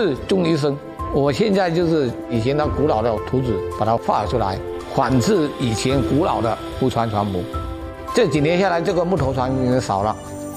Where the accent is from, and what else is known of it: China